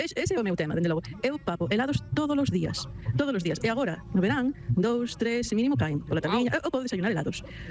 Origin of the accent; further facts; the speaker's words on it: Lugo, Galicia, Spain; Son de Lugo. Antaño, había unha xeladería no centro que todos íbamos, todos os picaros íbamos, porque facían todo artesán.